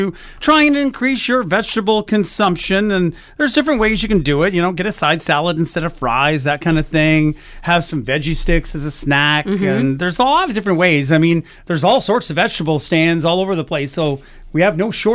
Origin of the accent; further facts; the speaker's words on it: Ontario, Canada; when I was a kid growing up in Northern Ontario, limited growing season